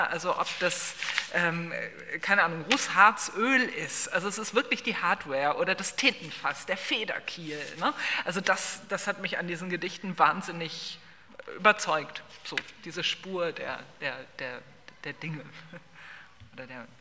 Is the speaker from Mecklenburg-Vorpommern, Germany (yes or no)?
no; Bottrop, North Rhine-Westphalia, Germany; ich komme aus dem Ruhrgebiet, ich komme aus Bottrop